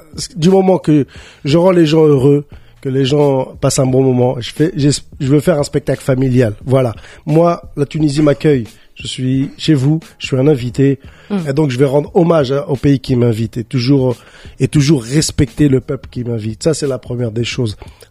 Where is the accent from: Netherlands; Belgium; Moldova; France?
France; also born or lived in Morocco; Je suis à la fois marocain et français. Je vis en France.